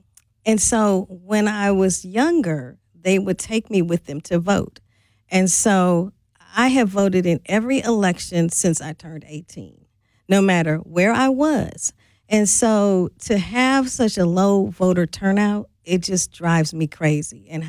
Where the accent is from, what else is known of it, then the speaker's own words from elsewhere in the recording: St. Louis, Missouri, United States; Like when I grew up in St. Louis, Bob Gibson, Lou Brock.